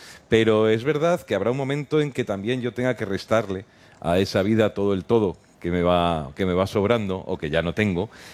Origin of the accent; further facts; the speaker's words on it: Madrid, Community of Madrid, Spain; los que somos de Madrid también tenemos a veces esa sensación de que la ciudad conviene ir distanciándose de ella de vez en cuando.